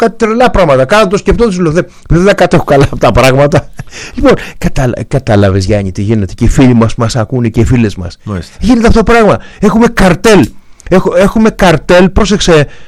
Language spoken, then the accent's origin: Greek; Aigio, West Greece, Greece; born there; now in Athens, Greece; Εγώ κατάγομαι από το Αίγιο.